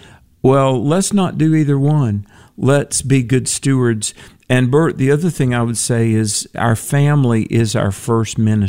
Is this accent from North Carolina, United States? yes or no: yes; North Carolina, United States; born or raised there